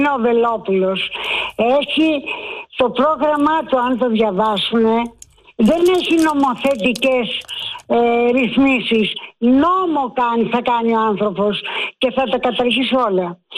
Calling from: Cholargos, Attica, Greece; από το Χολεργό.

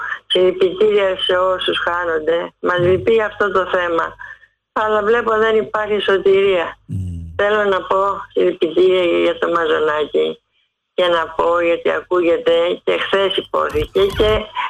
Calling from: Athens, Attica, Greece; είμαι από το Λόφο Σκουζέ.

